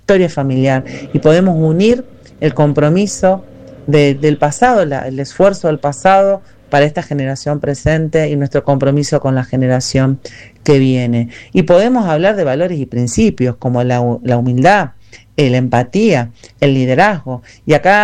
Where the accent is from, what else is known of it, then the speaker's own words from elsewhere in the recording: Argentina; podemos hablar sobre el valor de nuestra identidad como argentinos